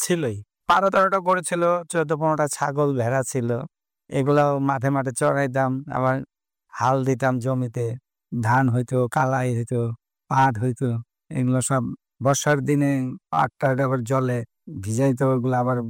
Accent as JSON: {"language": "Bangla", "town": "Bilasipara", "region": "Assam", "country": "India", "tie": "born or raised there", "moved": "yes", "lives_now": "Siliguri, India", "said": "আদি বাড়ি আমার আসাম বিলাসীপাড়া। কাজের সূত্রে আমি শিলিগুড়ি ভারতনগরে থাকি।"}